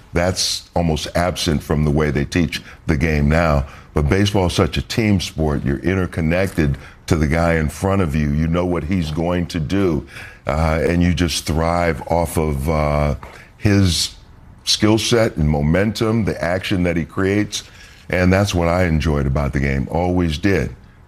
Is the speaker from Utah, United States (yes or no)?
no; Saint Paul, Minnesota, United States; I grew up in Minnesota, and nice people. Great. You know, I had a great upbringing, St. Paul, Minnesota.